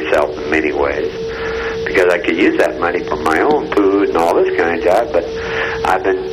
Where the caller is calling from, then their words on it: Pueblo, Colorado, United States; I'm from Pueblo, Colorado.